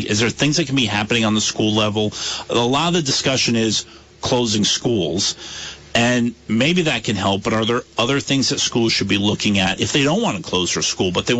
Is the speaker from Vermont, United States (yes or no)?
yes; Brandon, Vermont, United States; I grew up in Brandon, and Brandon used to have its own high school for that town. They closed it, but they opened a union high school, and a lot of Vermont still have these union high schools.